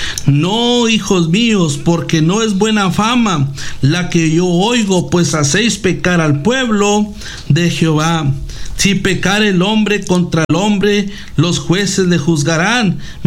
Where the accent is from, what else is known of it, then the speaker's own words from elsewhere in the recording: Mexico; los que somos de México